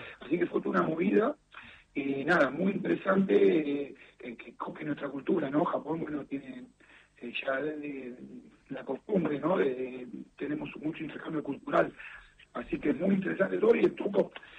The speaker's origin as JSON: {"language": "Spanish", "country": "Argentina", "said": "porque somos muy argentinos, como nosotros lo adoptamos."}